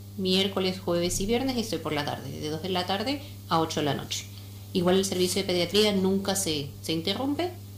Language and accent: Spanish; Ecuador; moved away as an adult; now in Gobernador Gregores, Argentina; yo vengo de Ecuador.